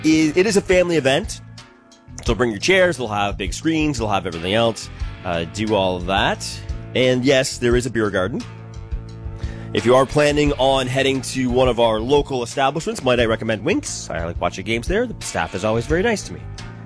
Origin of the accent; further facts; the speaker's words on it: Canada; We're Canadian.